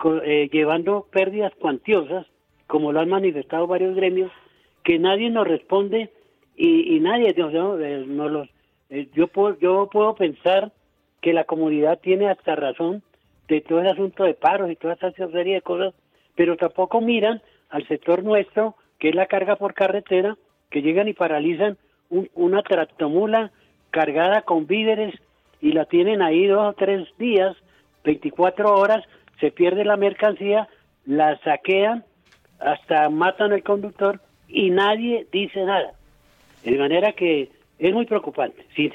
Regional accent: Armero, Tolima, Colombia; cuando yo estaba de concejal de la desaparecida Armero, yo soy de Armero, Tolima

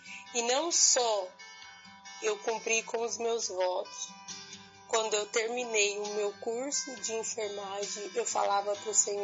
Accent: Presidente Prudente, São Paulo, Brazil; sou da cidade de Presidente Prudente.

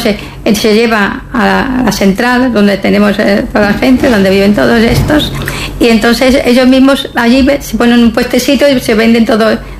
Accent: Melilla, Spain; Llevo 3 años y sí, yo soy de Melilla. Y vengo cada año porque la familia está aquí, tengo las raíces aquí.

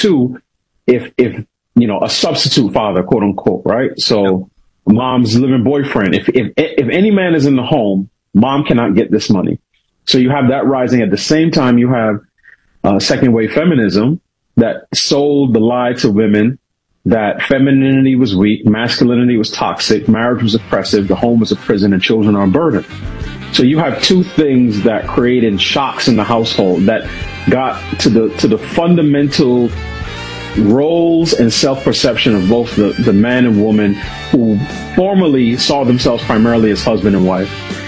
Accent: New York City, New York, United States; also born or lived in Pittsburgh; I grew up in New York City. You know, I went to school and college in Pittsburgh. I've been in the DC area now almost 20 years.

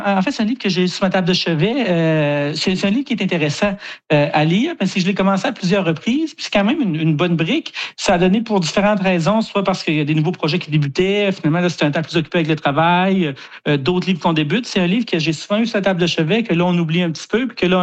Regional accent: Kedgewick, New Brunswick, Canada; born or raised there

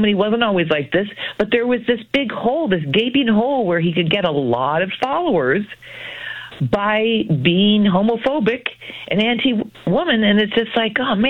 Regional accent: Sault Ste. Marie, Ontario, Canada; also born or lived in Guelph; I mean, I grew up in Sault Ste. Marie and Guelph, who I think have the two highest Italian populations after Rome and Woodbridge.

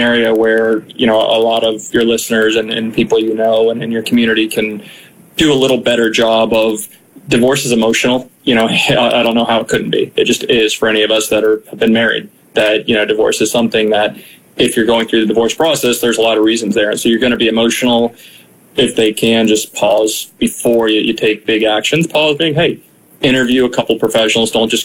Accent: Palm Beach County, Florida, United States; came back to South Florida. I was born and raised down in Palm Beach County, Florida.

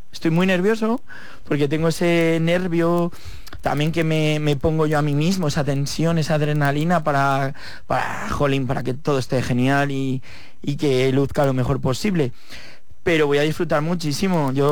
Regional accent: Spain; yo me considero muy, muy, muy de Medina. Llevo muy, muy dentro todas mis raíces y estoy orgulloso y donde voy siempre llevo por bandera mi pueblo.

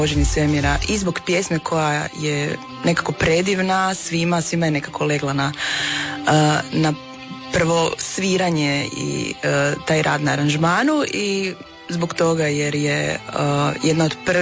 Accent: Sikirevci, Brod-Posavina County, Croatia; now in Osijek, Croatia; Iz Osijeka. Iz Sikirevaca sam rodom, ali sam u Osijeku već dosta dugo.

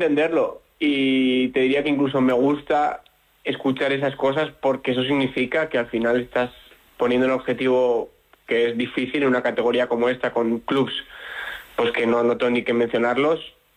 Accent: Bilbao, Basque Country, Spain; Yo, pues, soy de Bilbao y estoy muy cer

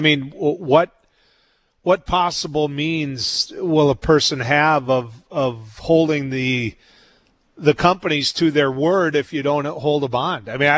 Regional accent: North Dakota, United States; I grew up here. I grew up around here

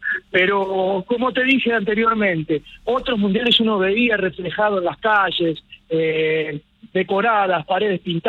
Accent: Argentina; principalmente con el aderezo de que la gente viene a provocarme por causa de que soy argentino.

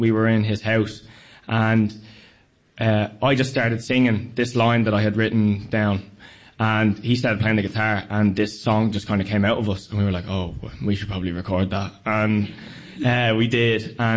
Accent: Ireland; We haven't made it easy on you as Irish.

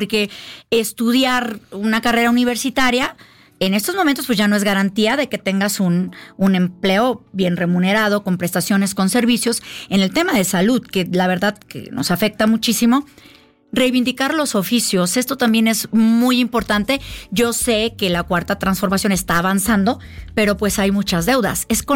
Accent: Michoacán, Mexico; Hay una familia más allá de la comunidad, de ahí es de donde yo vengo, y esta parte de Michoacán debe conocerse.

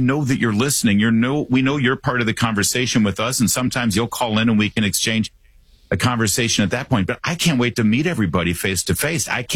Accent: Michigan, United States; And I'm from Michigan originally, so he's already starting to give me garbage about that.

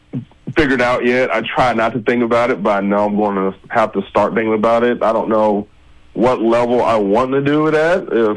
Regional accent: Orlando, Florida, United States; Born and raised in Orlando, went to college at Florida International, which is in Miami. So I've always been a Florida boy

